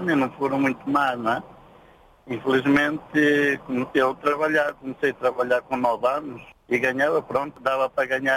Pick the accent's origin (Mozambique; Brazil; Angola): Mozambique; Monte Coelho, Nampula; Sou moçambicano.